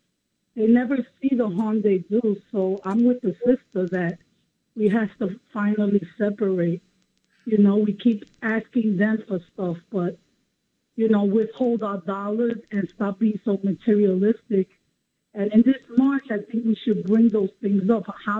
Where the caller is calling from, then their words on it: Bronx, New York, United States; from the Bronx.